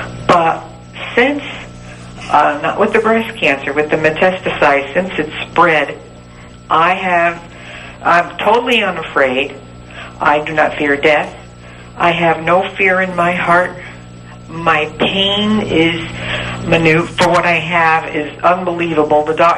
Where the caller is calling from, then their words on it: Connecticut, United States; I'm from Connecticut.